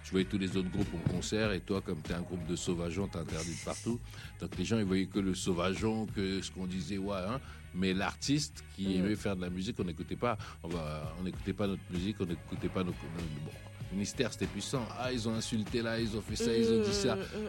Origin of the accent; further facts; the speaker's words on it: DR Congo; Moi, j'ai de la chance, je viens du Congo.